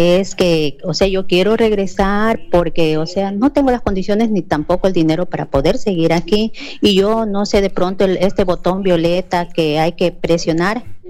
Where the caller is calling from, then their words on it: Machala, El Oro, Ecuador; Yo soy Machala, provincia de Loro. Salí de casa hace unos 15 días.